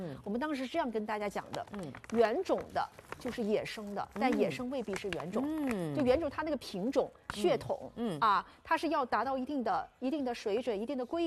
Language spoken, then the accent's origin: Chinese; Jiangxi, China; 咱两个都是江西人